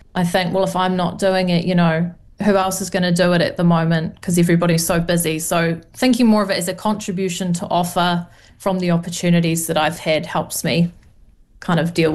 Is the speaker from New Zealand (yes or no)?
yes; Canterbury, New Zealand; I think because I grew up in Canterbury, I grew up pretty Pākehā. I didn't know a lot of our histories growing up. I just knew we were Ngāti Kuia and these were our ancestors.